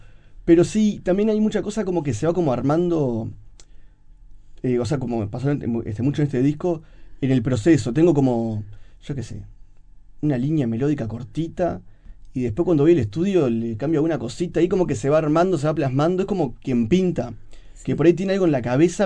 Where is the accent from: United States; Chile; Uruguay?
Uruguay; born there; esa cosa uruguaya, que yo no toco blues como se toca en Estados Unidos, porque no soy estadounidense.